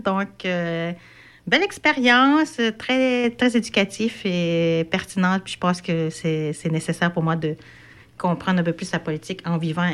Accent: Natashquan, Quebec, Canada; je viens de Natashquan, la communauté Innu Noutarkwan.

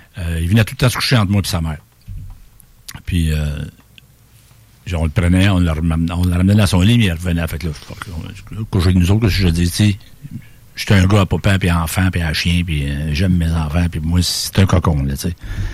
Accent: Sherrington, Quebec, Canada; Quand j'étais jeune, je vivais à Sherrington, ouais. Dans le Racontant, un petit rang perdu, là, où, c'est quasiment un village

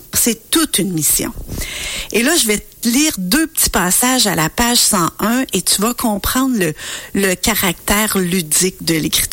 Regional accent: Quebec, Canada

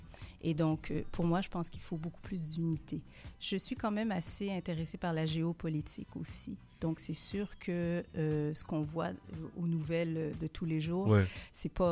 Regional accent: Haiti; notre histoire en tant qu'Haïtien.

